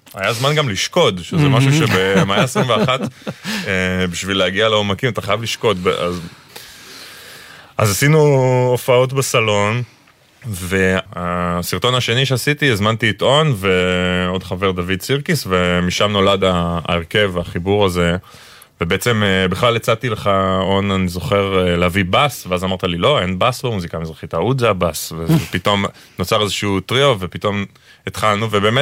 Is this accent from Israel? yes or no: yes; Zikhron Ya'akov, Haifa District, Israel; also born or lived in New York; אני בכלל גדלתי בזיכרון ואון בתל אביב